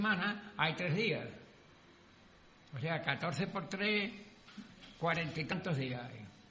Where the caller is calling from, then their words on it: Sanlúcar de Barrameda, Andalusia, Spain; Y yo soy de San Lucas